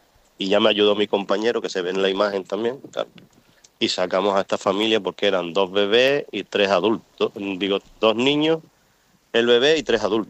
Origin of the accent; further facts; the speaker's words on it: Canary Islands, Spain; now in Ceuta, Spain; Sí, nacido en Gran Canaria y, vamos, me crié en Lanzarote.